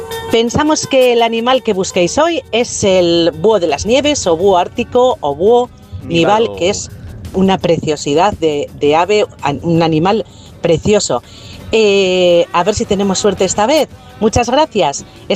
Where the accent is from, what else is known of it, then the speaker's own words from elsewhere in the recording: Basque Country, Spain; Pero somos de Vizcaya.